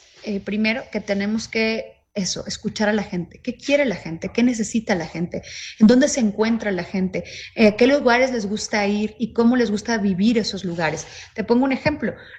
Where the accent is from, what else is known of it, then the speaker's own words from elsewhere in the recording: Guadalajara, Jalisco, Mexico; Yo soy una mujer que nació y creció en el oriente